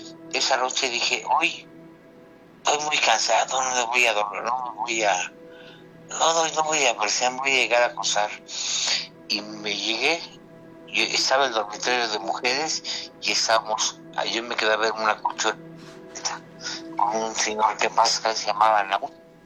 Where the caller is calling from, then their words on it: Mexico City, Mexico; De Xochimilco.